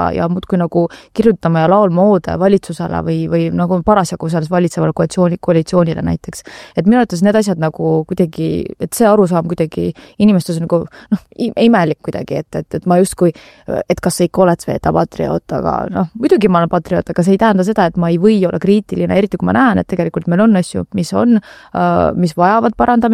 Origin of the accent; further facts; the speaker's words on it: Tallinn, Harju County, Estonia; mina olen täpselt nagu ütlesin, et Lasnamäel kasvasin ülesse, õppisin Tallinna Kuristiku gümnaasiumis